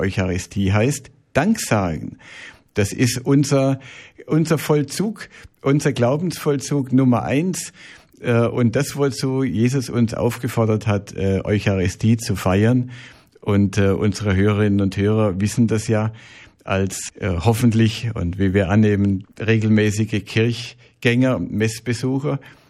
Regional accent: Swabia, Germany; Ich bin ja Schwabe und das weiß man wahrscheinlich auch in der Schweiz, dass die Schwaben dafür bekannt sind

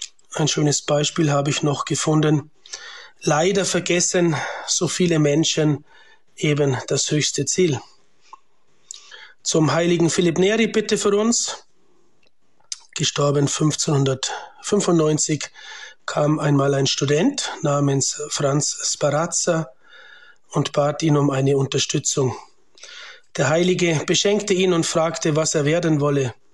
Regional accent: Bavaria, Germany; now in Liechtenstein; Sie hören … ich bin 48 Jahre alt, bin aus Bayern und wohne und arbeite als Diözesanpriester im kleinen Erzbistum Vaduz in Liechtenstein.

